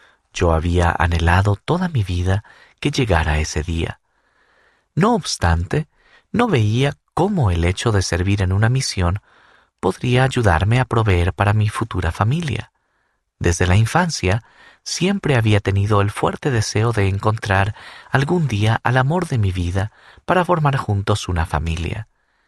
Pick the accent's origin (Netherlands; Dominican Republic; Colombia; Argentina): Netherlands; moved away; La idea me atraía, ya que mi tierra natal, los Países Bajos, es un país pequeño y sobrepoblado.